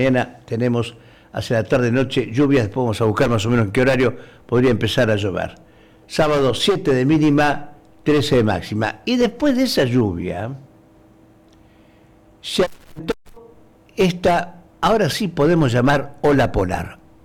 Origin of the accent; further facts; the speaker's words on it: Punta Alta, Buenos Aires Province, Argentina; born there; moved away; cuando era chico, pisando allá en Puerto Belgrano, pisando escarcha.